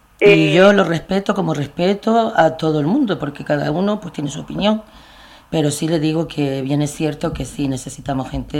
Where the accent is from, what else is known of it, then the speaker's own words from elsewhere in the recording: Santa Brígida, Canary Islands, Spain; born there; yo estoy en Santa Brígida, es decir, yo me he presentado en Santa Brígida, que donde el pueblo que me vio nacer.